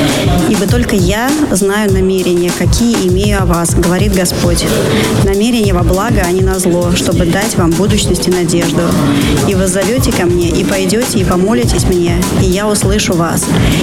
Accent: Moscow, Russia; Я из Москвы.

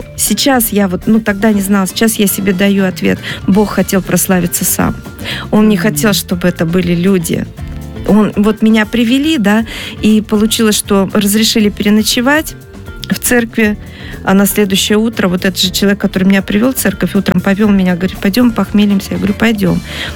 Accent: Buryatia, Russia; Я прошла через шаманизм. Я вообще из Республики Бурятия. Там шаманизм, буддизм, это все процветает

